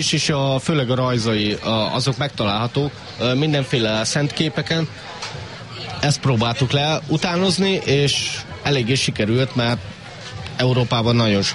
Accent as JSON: {"language": "Hungarian", "region": "Kunság", "country": "Hungary", "tie": "born there", "said": "Kun hagyományőrző vagyok, itt születtem."}